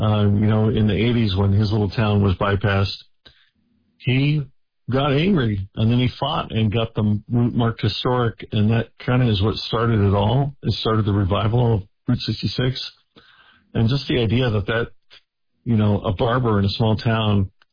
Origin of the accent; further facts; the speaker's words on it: Pacific Northwest, United States; I grew up in the Pacific Northwest